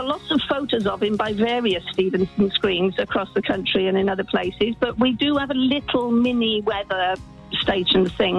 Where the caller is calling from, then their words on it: Barry, Wales, United Kingdom; Well, I'm calling from sunny Barry Baydott in South Wales